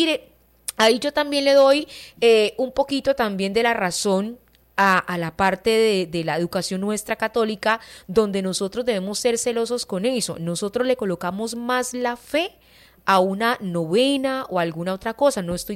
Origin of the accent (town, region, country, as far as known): Colombia